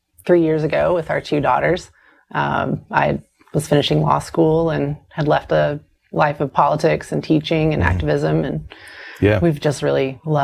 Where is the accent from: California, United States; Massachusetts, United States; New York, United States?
New York, United States; born there; now in Steubenville, United States; I mean, I was born in Manhattan, New York.